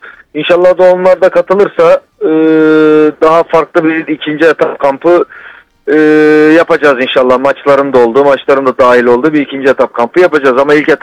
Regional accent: Adana, Turkey; Adana benim memleketim.

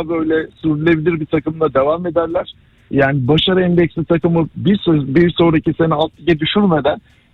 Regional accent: İzmit, Kocaeli, Turkey; Ben de Kocaeli'yim bu arada. Yani bizim ortak müşterimiz de çok var. 98 mezunuyum ben. Aynı coğrafyada büyüdük sizinle.

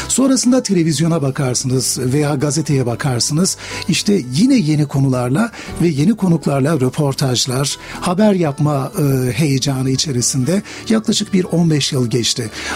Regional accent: Malatya, Turkey; moved away as an adult; also born or lived in Ankara; Ben ilk ve orta öğrenimim Malatya'da, memleketim olan Malatya'da tamamladım. Sonrasında Ankara'da Gazi Üniversitesi'nde İktisadi İdare Bilimler Fakültesini bitirdim.

